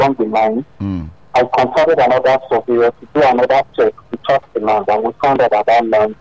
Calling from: Lagos, Nigeria; I'm calling from Lagos.

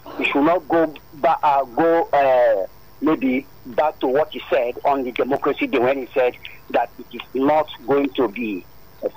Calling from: Lagos, Nigeria; I'm calling from Abaranje in Ikotun.

